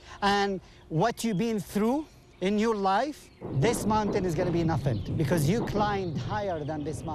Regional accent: Jordan; I am Jordanian from Palestine. My family came, refugees.

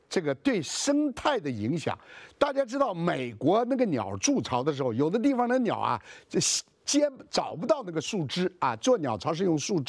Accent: China

